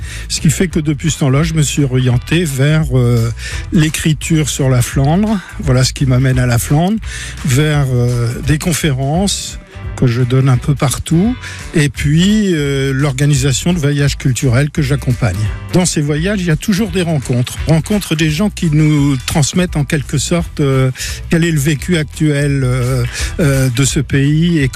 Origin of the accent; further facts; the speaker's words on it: Morbecque, Hauts-de-France, France; born there; je suis historien. Je suis né à Morbec, un pays original parce qu'il se trouve juste à la lisière entre le rebord du Outland et la plaine de la Lys.